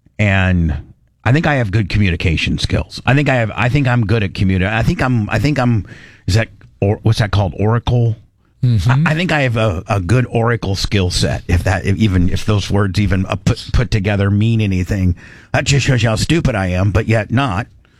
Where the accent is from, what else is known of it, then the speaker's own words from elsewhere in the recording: Indiana, United States; Now, growing up in Indiana is just a whole thing in itself.